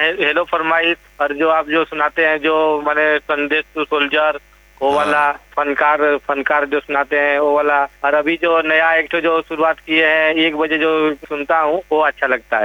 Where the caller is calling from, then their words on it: Sulhai, Odisha, India; उड़ीसा से, डिस्ट्रिक्ट झारसुगड़ा। हमारा गांव का नाम सुल्हाई है।